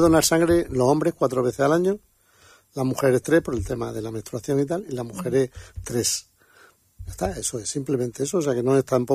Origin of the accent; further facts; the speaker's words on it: Don Benito, Extremadura, Spain; los calabazones, que mi pueblo